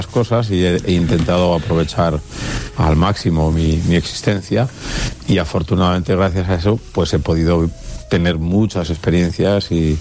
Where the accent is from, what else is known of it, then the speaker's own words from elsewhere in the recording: Pamplona, Navarre, Spain; volví a mi tierra, que es Pamplona